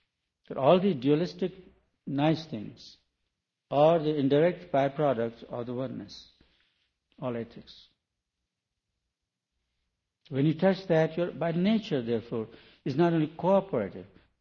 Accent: India; I'm from India

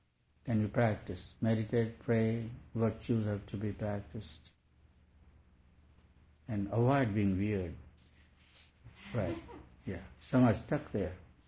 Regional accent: India

